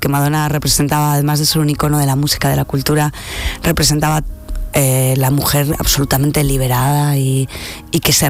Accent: Huesca, Aragon, Spain; Porque es un juego de palabras, porque soy de Huesca, ¿no? Y ahí los de Huesca, lo decimos, de broma, le llamamos Wisconsin. Igual que a Aragón lo llamamos Oregón.

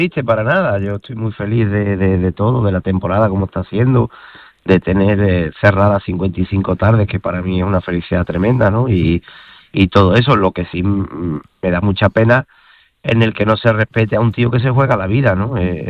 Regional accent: Seville, Andalusia, Spain; El caso de Sevilla, la cual yo considero mi tierra

